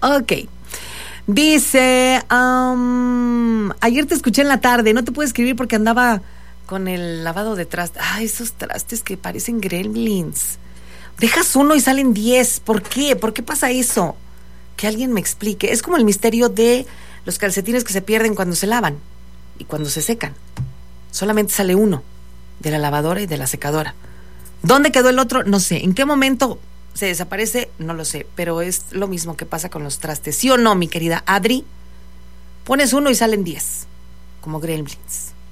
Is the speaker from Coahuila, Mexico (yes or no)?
yes; Monclova, Coahuila, Mexico; soy de Monclo, orgullosamente de la capital del acero.